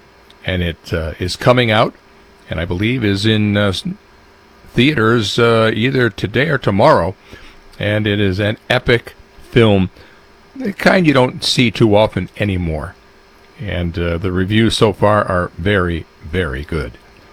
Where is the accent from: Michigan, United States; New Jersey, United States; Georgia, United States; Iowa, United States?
Michigan, United States; Detroit; moved away; Oh, I remember those days growing up in Detroit